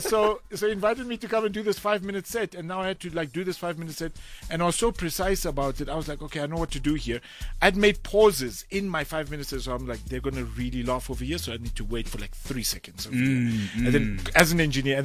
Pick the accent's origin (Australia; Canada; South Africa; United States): South Africa; So we're all South African.